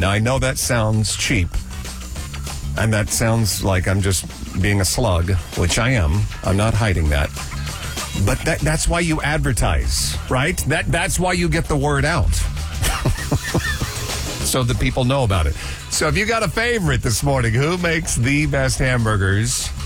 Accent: Kokomo, Indiana, United States; Like I just said, I'm from Kokomo. I was born and raised there.

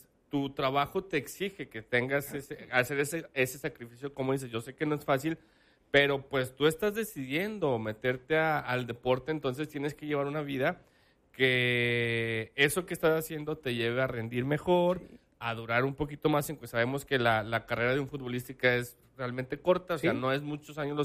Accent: Mexico

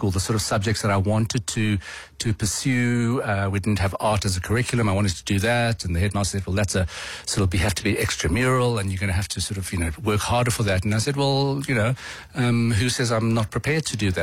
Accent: Pretoria, Gauteng, South Africa; I landed up in Pretoria, growing up in Pretoria, Asian, with a different sexual orientation and with a very funny dress sense.

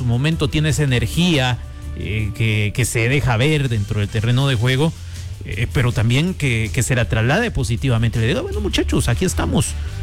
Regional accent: Guatemala; Somos guatemaltecos, por supuesto.

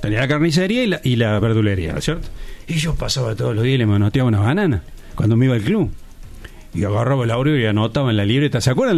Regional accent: Córdoba, Argentina; Yo soy de Pueblo Colón, señora, allá en la parte sur de Córdoba. En lo que viene a ser la famosa seccional 12, ahí éramos todos peronistas

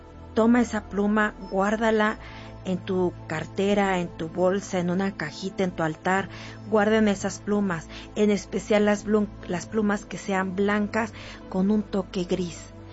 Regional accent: Mexico

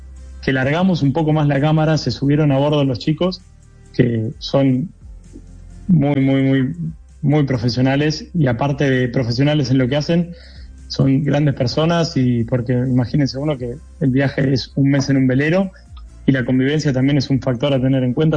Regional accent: Buenos Aires, Argentina; Somos de la zona de Buenos Aires.

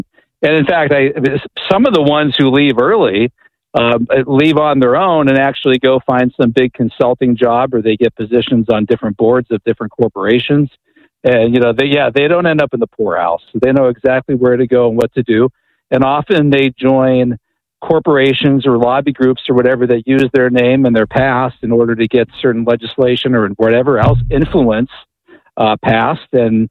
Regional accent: Butler, Pennsylvania, United States; I grew up in Butler, Pennsylvania in the 1980s

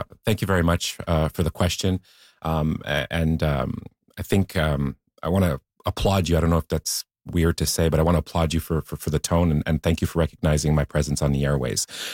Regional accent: Quebec, Canada; English-speaking Quebecers

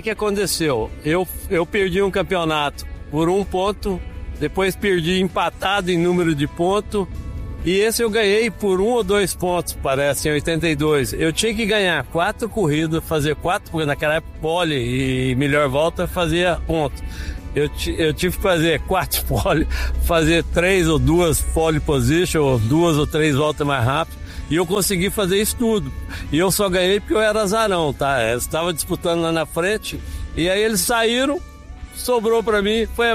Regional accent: Brazil; eu sou o único campeão brasileiro que não sou paulista.

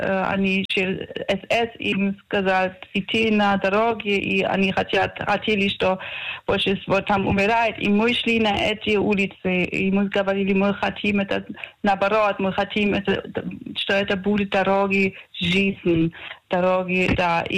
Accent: East Germany, Germany; Russian is a second language; now in Caesarea, Israel

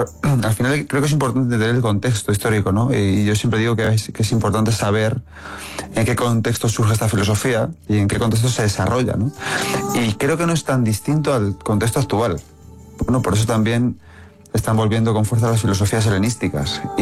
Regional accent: Manzanares, Castilla-La Mancha, Spain; cuando yo era pequeño y estaba en mi pueblo, ¿no? Yo soy un pueblo de Ciudad Real muy chiquitín, de Manzanares.

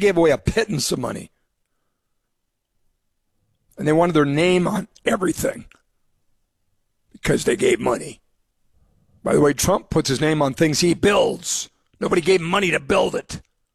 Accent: Fargo, North Dakota, United States; They asked where I was from. I said, Fargo.

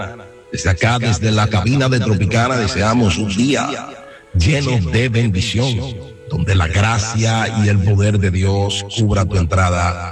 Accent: Dominican Republic; tembló en mi país, República Dominicana.

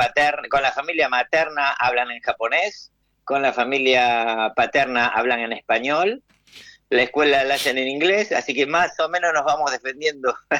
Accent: Avellaneda, Buenos Aires Province, Argentina; Yo soy de Avellaneda.

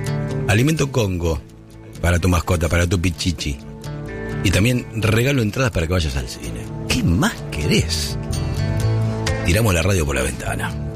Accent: Balcarce, Buenos Aires Province, Argentina; Vos sabés que yo soy de Balcarce, ¿no? La tierra de la papa.

